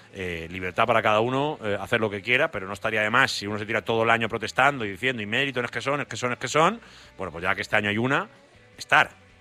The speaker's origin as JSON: {"language": "Spanish", "region": "Valencian Community", "country": "Spain"}